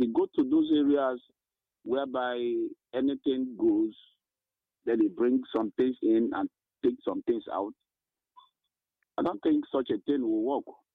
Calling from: Nigeria; I'm calling from Okwavinugo, the Nozowani local room.

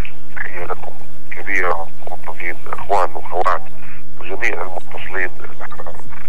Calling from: Yemen

